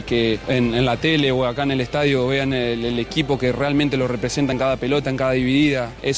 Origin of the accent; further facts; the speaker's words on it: Argentina; No te voy a mentir, somos todos argentinos en este momento